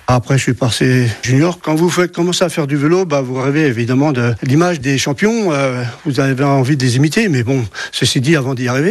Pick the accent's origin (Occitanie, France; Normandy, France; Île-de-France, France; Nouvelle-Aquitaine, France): Normandy, France; Flamanville; moved away; Je suis de Flamanville, moi, je suis de Manchot. Mes parents sont partis en 1960 pour le travail, puisque la mine de Flamanville avait fermé.